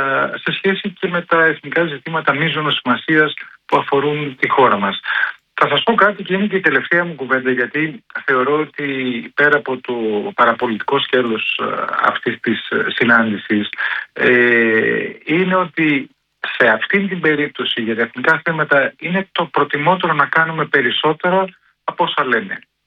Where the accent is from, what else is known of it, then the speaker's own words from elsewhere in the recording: Thessaloniki, Central Macedonia, Greece; δεν αναπνέουν δηλητήριο όπως αναπνέουμε δηλητήριο στην πόλη μου στη Θεσσαλονίκη.